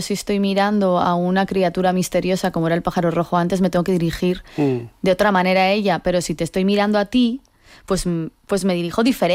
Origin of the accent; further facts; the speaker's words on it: Spain; yo como española de la meseta